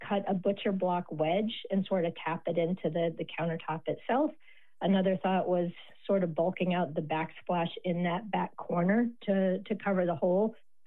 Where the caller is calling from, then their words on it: East Lyme, Connecticut, United States; I'm calling from East Lyme, Connecticut.